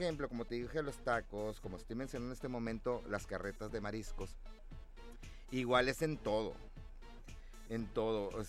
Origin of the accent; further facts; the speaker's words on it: Ensenada, Baja California, Mexico; Yo creo que a la mayoría de los ensenadenses nos pasa eso.